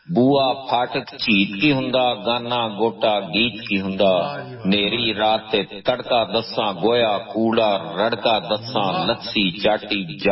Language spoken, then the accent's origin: Punjabi; Punjab, Pakistan; اردو لکھ سکدا لیکن میں پنجابی ہاں، میں پنجابی دے وچ ہی لکھنا وا، تے پنجابی نال پیار کرنا وا